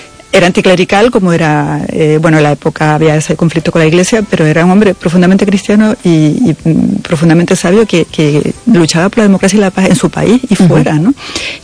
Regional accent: Spain; yo desde luego como española me siento muy, muy orgullosa que en mi país haya gente así en la historia

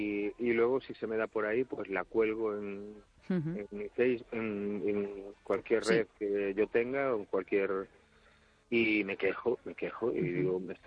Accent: Cangas, Galicia, Spain; de cuando vivíamos de mi infancia en Masó y allí en Cangas, que la recuerdo con un cariño

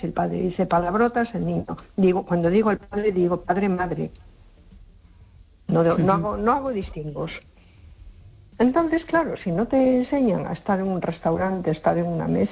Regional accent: A Coruña, Galicia, Spain

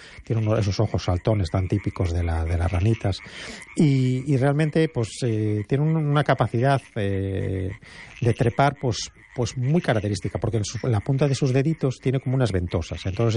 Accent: Galicia, Spain

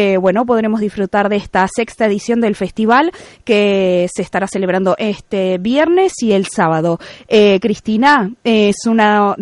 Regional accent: Uruguay; now in Ferrol, Spain; Como uruguaya, fue raro encontrarme con algo así, porque no es muy típico de donde yo vengo.

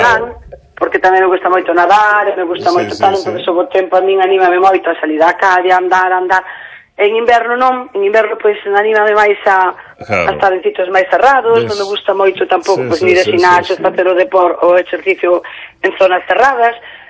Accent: Ribeira, Galicia, Spain; porque eu estou en Ribeira, como son de Ribeira

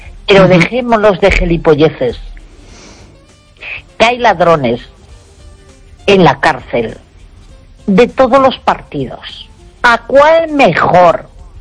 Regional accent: Spain; yo jamás he ido con una bandera a la calle, porque yo soy española

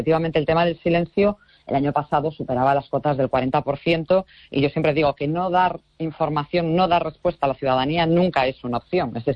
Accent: Galicia, Spain; yo, como gallega

